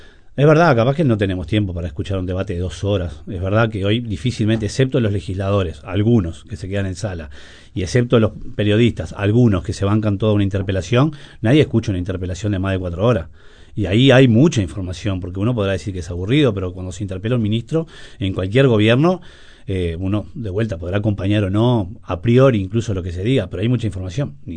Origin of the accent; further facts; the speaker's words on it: Uruguay; nosotros como uruguayos